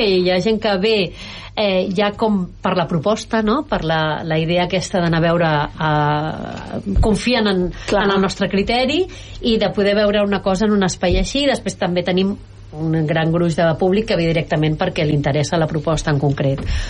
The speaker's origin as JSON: {"language": "Catalan", "town": "Barcelona", "region": "Catalonia", "country": "Spain", "said": "com a barcelonins també, i això ja venia de més enrere, anàvem veient que els terrats anaven quedant tancats"}